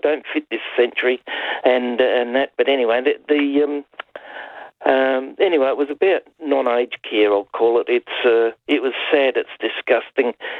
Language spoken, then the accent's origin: English; Adelaide, South Australia, Australia; I grew up down near Glenelg. I don't know whether you know Adelaide.